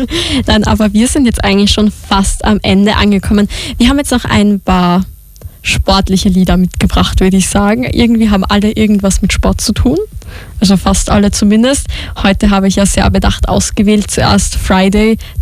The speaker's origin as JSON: {"language": "German", "region": "Styria", "country": "Austria", "said": "ich bin eigentlich eine Steirerin."}